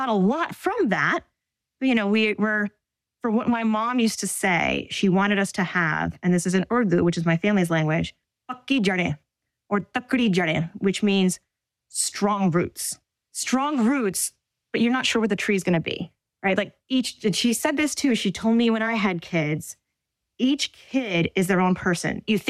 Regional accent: United States; part of their family experience in a way that I don't think we, my generation, truly understands growing up in America.

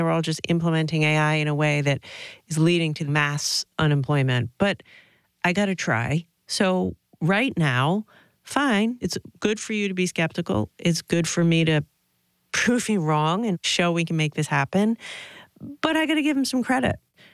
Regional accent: Rhode Island, United States; I'm from Rhode Island. That's a corp thing about who I am.

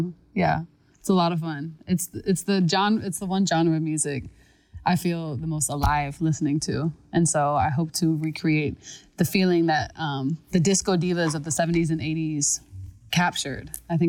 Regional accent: Midland, Michigan, United States; moved away as an adult; now in Atlanta, United States; I'm from Midland, Michigan, originally.

